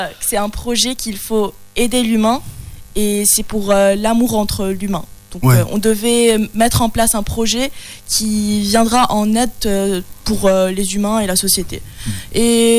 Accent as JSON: {"language": "French", "country": "Lebanon", "tie": "born or raised there", "moved": "as an adult", "lives_now": "France", "said": "moi, je suis libanaise, donc j'ai ouais. fait mon bac français au Liban."}